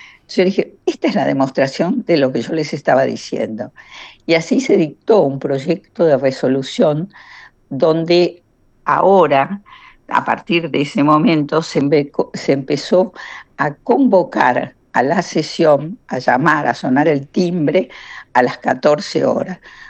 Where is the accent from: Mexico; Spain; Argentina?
Argentina; me está representando a mí como argentina.